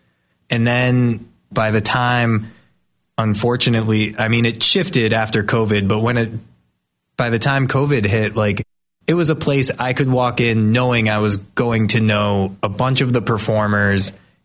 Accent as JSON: {"language": "English", "town": "Marshfield", "country": "United States", "tie": "born or raised there", "said": "I mean, I grew up here in Marshfield, and when I was really young, I mean, my parents had a big influence musically."}